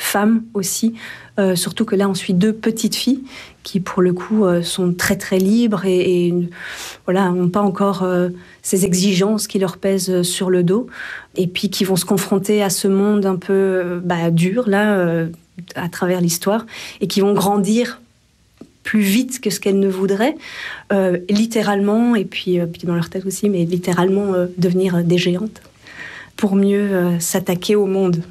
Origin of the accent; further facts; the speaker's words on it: Compogne, Wallonia, Belgium; moved away as an adult; also born or lived in Marche-en-Famenne, Belgium / Brussels, Belgium; now in Vancouver, Canada; j'ai grandi à Compogne, en fait, qui est juste à côté de Bastogne. C'est un petit village.